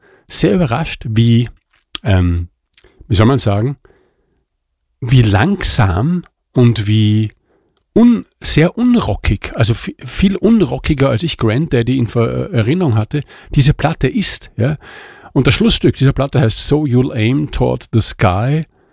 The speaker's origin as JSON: {"language": "German", "town": "Mantua", "region": "Lombardy", "country": "Italy", "tie": "born or raised there", "said": "ich bin schon beim ersten Mal so abgeschwiffen, weil ich von meiner Heimat Mantua so begeistert bin, ja. Wie alle ItalienerInnen, ja."}